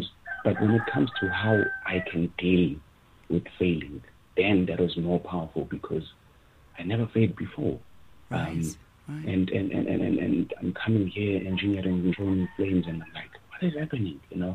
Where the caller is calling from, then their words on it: South Africa; So, I guess it's proper. I'm in South Africa.